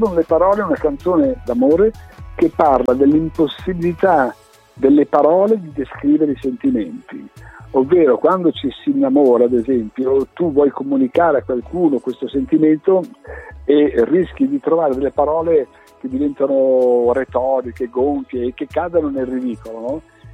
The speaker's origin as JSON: {"language": "Italian", "region": "Lombardy", "country": "Italy", "tie": "born there", "said": "nella chiesa del paese dove sono nato, vicino a Como"}